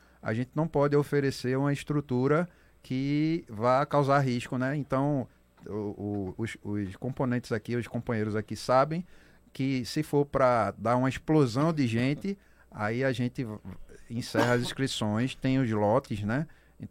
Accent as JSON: {"language": "Portuguese", "region": "Northeast Brazil", "country": "Brazil", "said": "a gente, como é nordestino"}